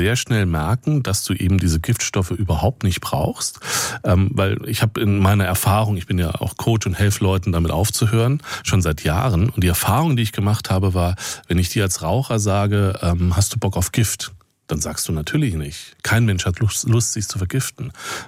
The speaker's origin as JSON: {"language": "German", "region": "Berlin", "country": "Germany", "said": "ich komme ja aus Berlin"}